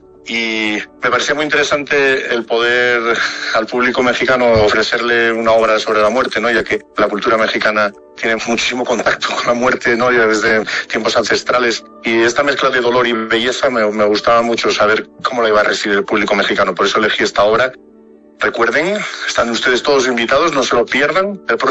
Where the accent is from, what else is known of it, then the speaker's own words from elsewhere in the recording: Spain; director español